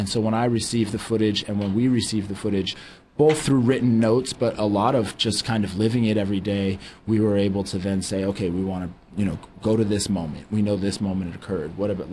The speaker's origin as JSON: {"language": "English", "town": "San Luis Obispo", "region": "California", "country": "United States", "tie": "born or raised there", "said": "I grew up in San Luis Obispo, so I want to make that music"}